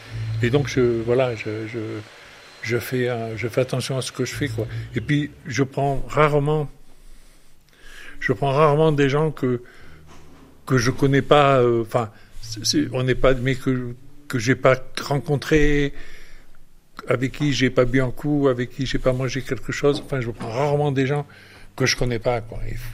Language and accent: French; Roquedur, Occitanie, France; also born or lived in Brittany; je suis né dans les Cévennes, à Roquedur. J'habite à Roquedur. Et d'abord, on était à l'école de Roquedur, où on était 4-5.